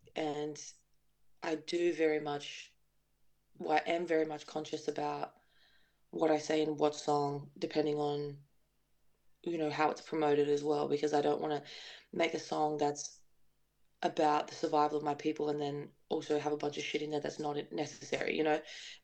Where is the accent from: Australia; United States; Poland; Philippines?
Australia; Tasmania; honestly privileged to be able to come from a place that supports me so much, especially growing up in Tassie.